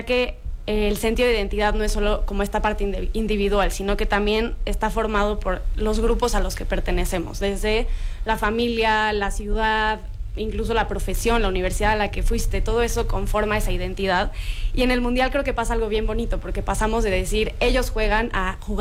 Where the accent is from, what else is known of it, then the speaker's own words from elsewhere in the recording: Mexico; nos unió, igual como mexicanos